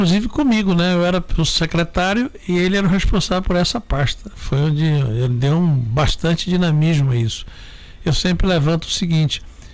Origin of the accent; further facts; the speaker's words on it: Itabuna, Bahia, Brazil; eu sou de Itabuna